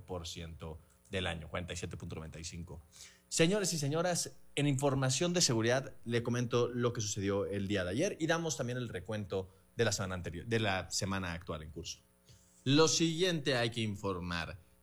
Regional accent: Mexico; Yo soy un buen mexicano.

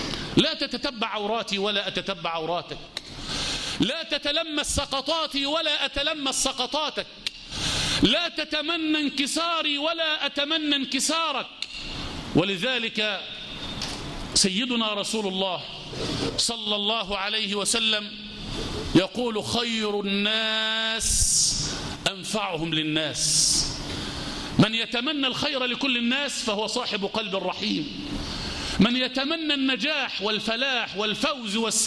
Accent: Egypt; بلدنا مصر

